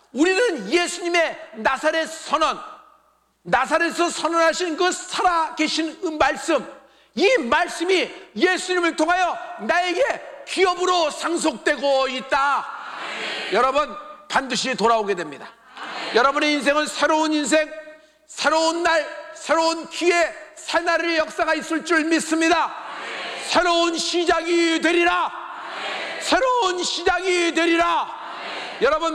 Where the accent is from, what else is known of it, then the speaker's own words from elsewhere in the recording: South Korea; 그러면 나는 한국인입니다. 난 유대인이 아니에요.